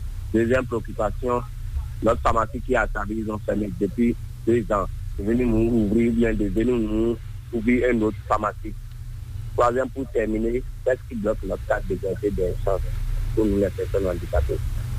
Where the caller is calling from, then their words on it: Ouidah, Atlantique, Benin; depuis Ouida.